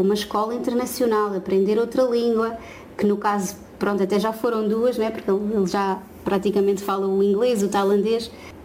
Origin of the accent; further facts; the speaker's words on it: Portugal; moved away as an adult; now in Thailand; sempre que nós dizemos que somos portugueses